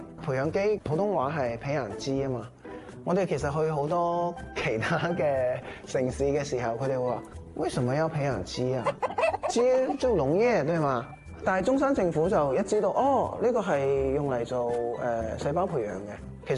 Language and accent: Cantonese; Hong Kong; moved away as an adult; now in Zhongshan, China; 我來自香港，